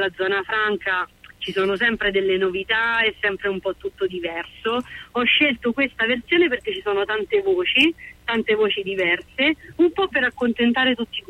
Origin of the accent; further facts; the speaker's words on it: Rome, Lazio, Italy; moved away; io vengo da Roma, anzi posso dire da Ostia.